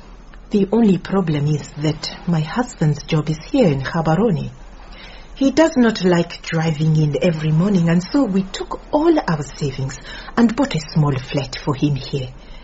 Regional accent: Francistown, North-East District, Botswana; now in Mochudi, Botswana; I am originally from Francistown, but now I live in Mochudi. And that is where I am working at the moment.

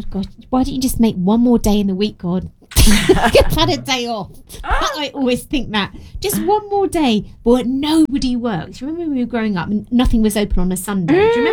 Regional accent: Tunbridge Wells, South East England, United Kingdom; I remember we grew up in Tunbridge.

